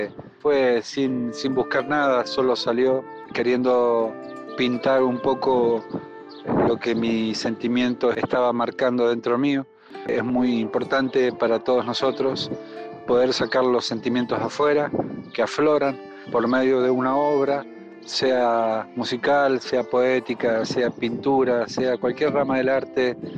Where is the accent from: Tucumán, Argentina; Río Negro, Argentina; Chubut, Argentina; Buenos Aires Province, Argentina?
Río Negro, Argentina; General Roca; born there; soy nacido en Fisque Menuco, Río Negro.